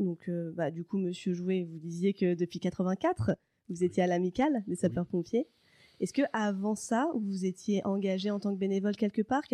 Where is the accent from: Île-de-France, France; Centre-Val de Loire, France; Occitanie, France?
Île-de-France, France; Paris; moved away; Moi, je viens de Paris, voilà, c'est terrible, ne me détestez pas.